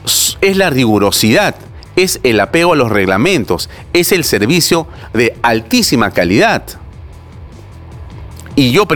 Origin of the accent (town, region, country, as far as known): Peru